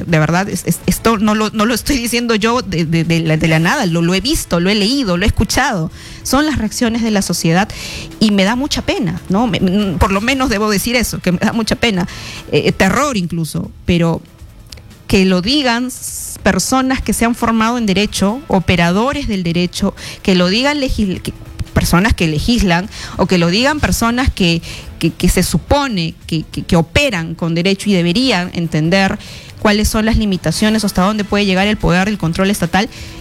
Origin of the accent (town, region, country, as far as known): Peru